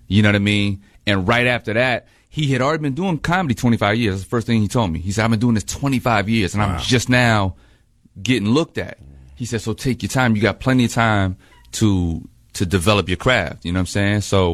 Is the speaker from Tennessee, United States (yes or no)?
no; Fayetteville, North Carolina, United States; now in Los Angeles, United States; I'm from North Carolina